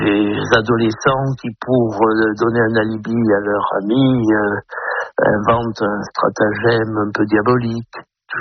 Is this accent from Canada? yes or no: no; Auvergne-Rhône-Alpes, France; born there; comme celle qui se passe en Ardèche, où je reviens pratiquement dans mon village natal